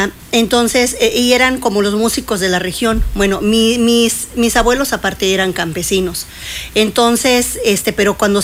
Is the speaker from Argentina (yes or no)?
no; Oaxaca, Mexico; Yo soy originaria de Oaxaca.